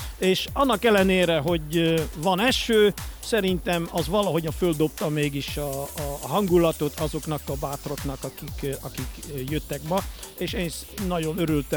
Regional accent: Netherlands; Hungarian is a second language; now in Pécs, Hungary; én, mint holland

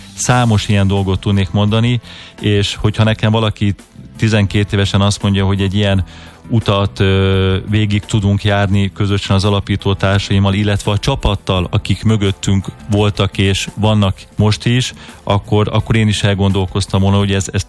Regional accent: Budapest, Hungary; én újpesti gyerekként nőttem fel

